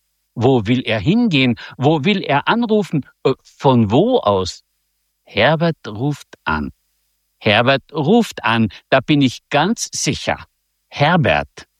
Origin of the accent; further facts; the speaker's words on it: Völkermarkt, Carinthia, Austria; accent: Carinthian dialect; Ich komme aus dem Großraum Völkermarkt